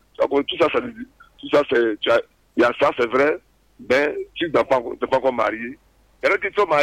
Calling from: Toumodi, Bélier, Côte d’Ivoire; Oui, depuis Toumoudi. Je suis à Toumoudi.

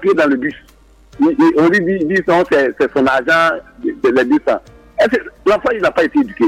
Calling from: Abidjan, Côte d’Ivoire; Je suis maintenant de l'autre côté, chez les grands types, comme on le dit. Je suis à Koukodi.

